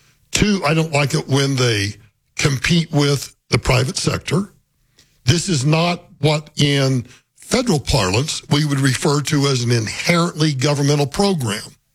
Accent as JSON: {"language": "English", "region": "Oklahoma", "country": "United States", "tie": "born or raised there", "moved": "yes", "lives_now": "Colorado, United States", "said": "where I grew up in Oklahoma."}